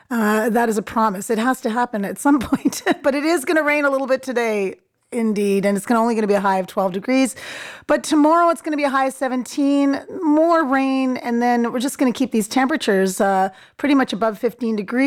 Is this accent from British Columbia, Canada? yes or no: no; Ontario, Canada; growing up in Ontario, they always called it the May 2-4 weekend, you know, because it was around the 24th of May.